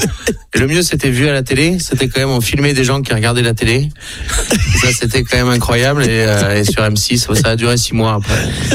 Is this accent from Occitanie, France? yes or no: yes; Fronton, Occitanie, France; moi, j'ai grandi à Fronton et Léa, elle a grandi à Boulogne.